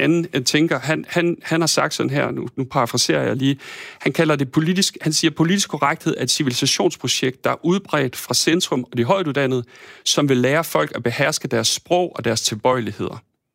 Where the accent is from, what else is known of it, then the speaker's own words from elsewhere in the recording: Thy, North Denmark Region, Denmark; Jeg kommer fra Thy oprindeligt, og har jo stadig min familie deroppe og kommer jævnligt derud